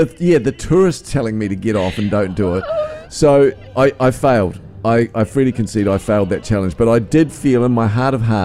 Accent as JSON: {"language": "English", "country": "New Zealand", "said": "from New Zealand, …."}